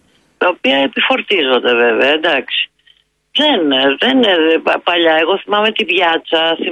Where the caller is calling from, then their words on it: Vyronas, Attica, Greece